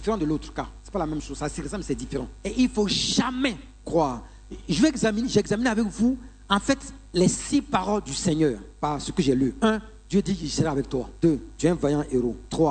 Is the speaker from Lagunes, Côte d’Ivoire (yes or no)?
no; Yopougon, Abidjan, Côte d’Ivoire; Notamment chez moi, à Yopougon. On aime ça.